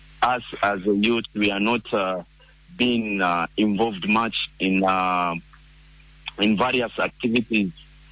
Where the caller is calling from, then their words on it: Mpongwe, Copperbelt, Zambia; I'm calling from Pongwe.